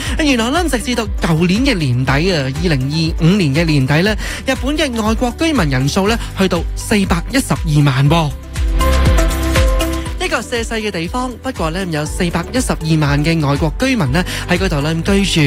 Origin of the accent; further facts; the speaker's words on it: Canada; 俾我哋加拿大人